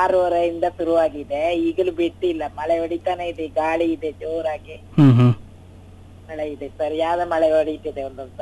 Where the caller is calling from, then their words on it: Cherambane, Karnataka, India; ನಾನು ಚೀರಂಬಣೆ ಕೊಳಗದಾಳು ಗ್ರಾಮದಿಂದ